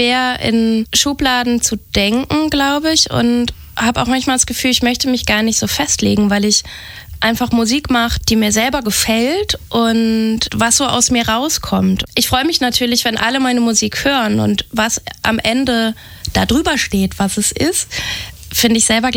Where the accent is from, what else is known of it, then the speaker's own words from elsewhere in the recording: Hamburg, Germany; Ich komme aus Hamburg und ich bin Sängerin, Songwriterin und Cellistin.